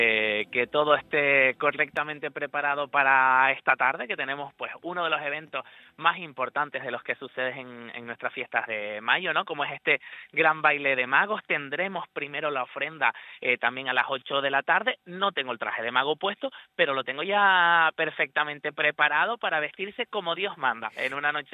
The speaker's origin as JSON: {"language": "Spanish", "region": "Canary Islands", "country": "Spain", "said": "nuestras tradiciones y de lo que nos identifica como pueblo, como ciudad, como canarios"}